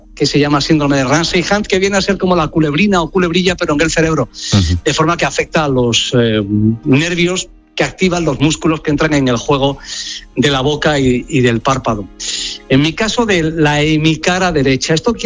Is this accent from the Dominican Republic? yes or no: no; Granada, Andalusia, Spain; tuve el honor de echar una mano a su majestad el rey Melchor, la cabalgata de mi tierra en Granada